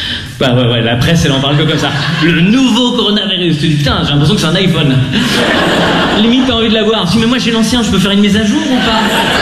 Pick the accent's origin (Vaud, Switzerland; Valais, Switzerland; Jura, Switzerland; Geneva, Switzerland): Vaud, Switzerland; Lausanne